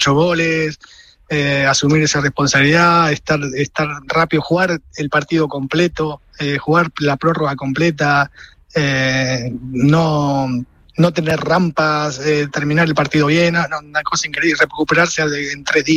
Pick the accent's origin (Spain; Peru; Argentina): Argentina; como argentinos, a nosotros nos ilusiona muchísimo.